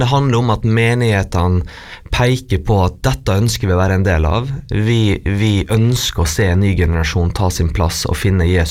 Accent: Ålesund, Møre og Romsdal, Norway; Jeg er fra Ålesund

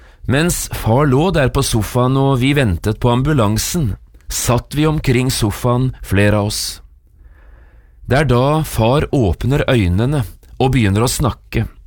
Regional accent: Notodden, Vestfold og Telemark, Norway; i mitt eget barndomshjem, hjemme på Notodden.

